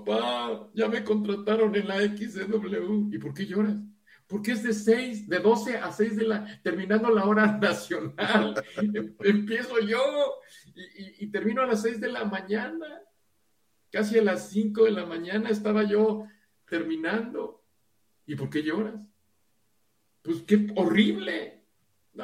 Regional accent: Cuba; Oye, chico, mira, yo soy de Cuba. ¿Y qué tiene de malo hablar como?

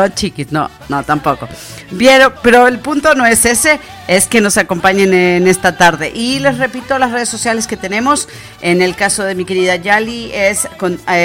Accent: Mexico; Y digo aquí en México porque recuerden que yo soy también mexicana, así que no voy a dejar de decir lo que soy, por más que ande en mis otras tierras.

